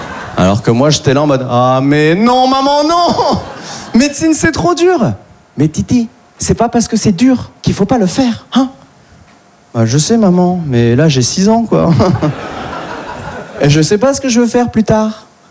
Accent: France; born there; Et on est beaucoup d'Asiatiques de ma génération à être dans le même cas de figure. Par exemple, moi, j'ai de la Chine par mes parents et j'ai de la France par ma naissance. J'ai une double culture que je trouve très enrichissante, mais un peu paradoxale.

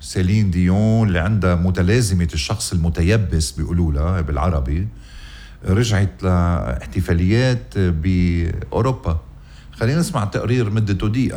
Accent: Lebanon; يا بلدي لبنان

